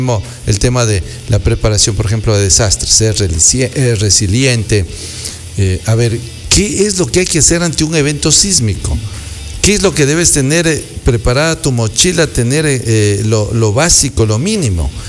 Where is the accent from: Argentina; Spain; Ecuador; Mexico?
Ecuador; nosotros como ecuatorianos